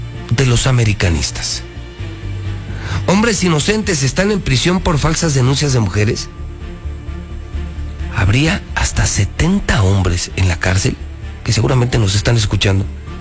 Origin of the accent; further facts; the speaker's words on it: Mexico; Así somos los mexicanos